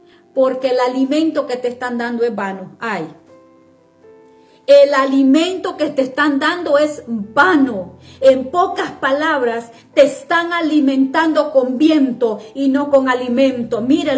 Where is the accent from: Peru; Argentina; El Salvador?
El Salvador